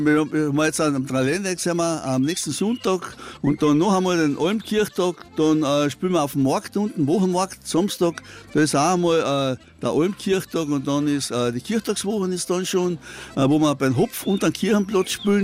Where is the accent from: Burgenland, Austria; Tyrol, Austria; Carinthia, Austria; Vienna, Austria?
Carinthia, Austria; moved away as an adult; now in Villach, Austria; Ich war nie in Wernberg daheim, aber eher ein Wernberger sozusagen. Aufgewachsen bin ich in Lotscherhund, das ist in der Nähe von St. Hirn bei der Drau. Und jetzt bin ich seit 1974, wohne ich schon in Villach, ja, mit meiner Familie.